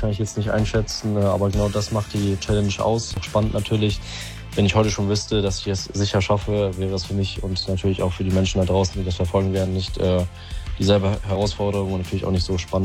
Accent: North Rhine-Westphalia, Germany; Vom Sauerland bis mitten durchs Ruhrgebiet. Das ist ja, sag ich mal, da, wo ich groß geworden bin.

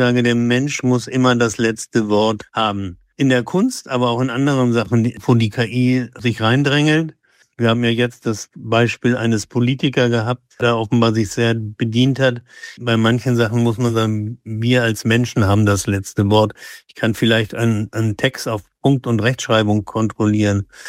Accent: Großhansdorf, Schleswig-Holstein, Germany; Wir hatten bei uns in dem Ort Großhansdorf bei Hamburg, wo ich aufgewachsen bin, da hatten wir einen Glasmaler

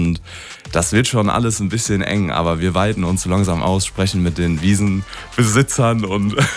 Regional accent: Anzhausen, North Rhine-Westphalia, Germany; now in Siegen, Germany; Wir sind zwar an dem Ort groß geworden, aber sind mittlerweile wohnorttechnisch nach Siegen gezogen.

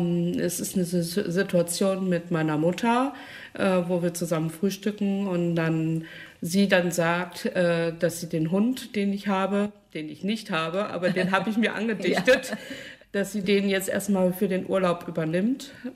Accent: Rheda-Wiedenbrück, North Rhine-Westphalia, Germany; born there; moved away as an adult; now in Hamm, Germany; ich bin nicht gebürtige Hammenserin. Ich wohne erst seit 2011 in Hamm. Gebürtig komme ich aus Reda-Wiedenbrück.

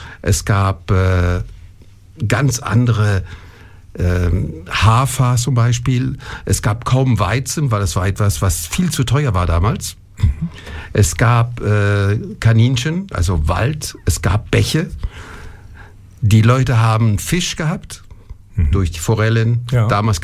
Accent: Grand Est, France; German is a second language; now in Germany; Die Natur, weil sie erinnert mich an meine Heimat.

